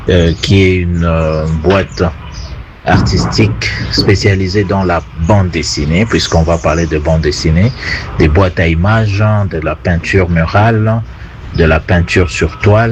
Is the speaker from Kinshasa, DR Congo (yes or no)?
no; Bukavu, South Kivu, DR Congo; je suis en train de participer à une œuvre de cette envergure pour le bien de l'environnement de ma ville natale